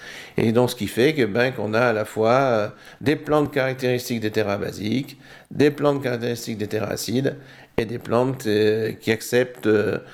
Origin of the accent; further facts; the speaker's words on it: Auvergne-Rhône-Alpes, France; En plus, c'est dans ma région d'origine